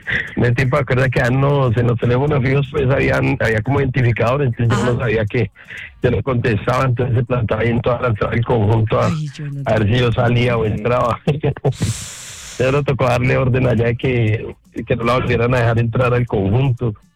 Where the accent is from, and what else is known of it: Antioquia, Colombia; now in Bogotá, Colombia